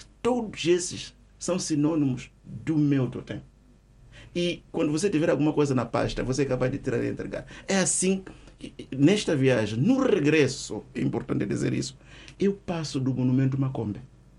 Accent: Manica, Mozambique; enquanto moçambicano, enquanto baruense

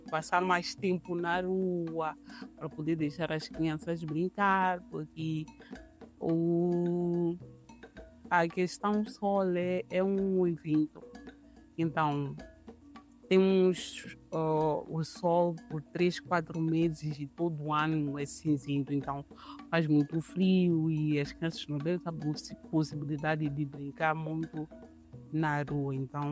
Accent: Mozambique; now in France; Então, quando digo sou de Moçambique, dizem Moçambique, onde que é? Eu não conheço. Que língua falam? Então, é interessante ser mulher e ser moçambicana a viver na França por causa disso

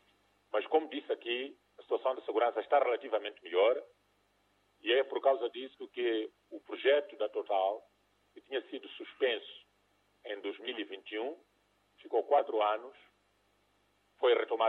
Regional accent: Mozambique; nós como moçambicanos temos que continuar assim, porque pensar diferente traz riqueza

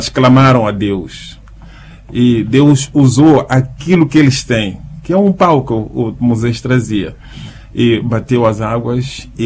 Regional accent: Mozambique; Então, nossa boca como moçambicanos, que anuncia a paz em todo momento

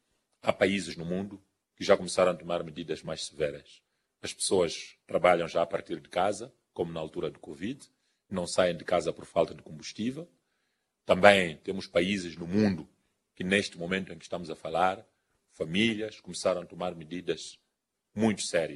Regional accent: Mozambique; E nós aqui mesmo, como moçambicanos, já produzíamos.

